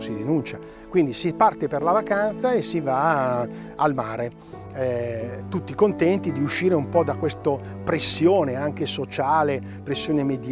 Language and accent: Italian; Seveso, Lombardy, Italy; tutti in quel posto sapevano che veniamo da Seveso